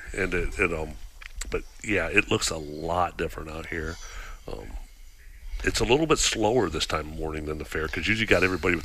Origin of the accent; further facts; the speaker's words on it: Bowling Green, Ohio, United States; I'll tell people a lot of times I'm from Bowling Green, because they tell them Signet.